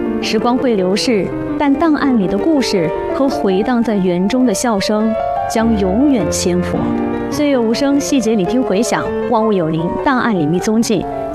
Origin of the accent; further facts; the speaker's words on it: Chongqing, China; 咱们重庆人